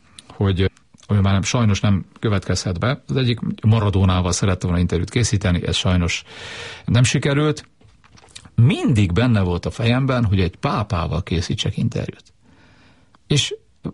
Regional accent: Transylvania, Romania; moved away; én ugye Erdélyben születtem, ahol a magyarságot azt a templomban gyakoroltuk.

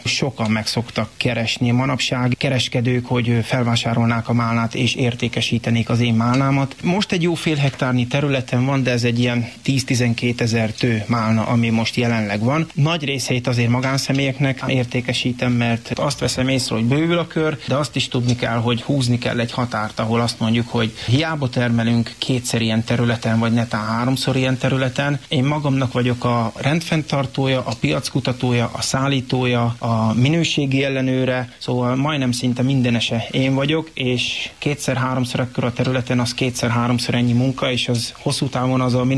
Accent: Varsány, Nógrád, Hungary; én úgy nőttem föl, hogy 10-12 éves koromban hajnal 4-kor ébresztettek, hogy menni kell málnát szedni, és nem volt, aki vigyázzon ránk, és nekünk is kellett menni a málnába. Hát akkor még itt Varsány területén hatalmas málnások voltak

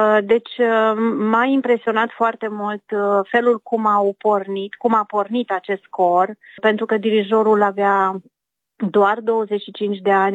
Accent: Romania; moved away as an adult; now in Budapest, Hungary; ca și româncă care sunt aici de foarte mulți ani, de 35 de ani

